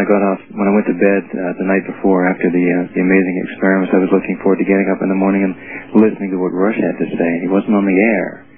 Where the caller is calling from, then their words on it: San Dimas, California, United States; in San Dimas, California.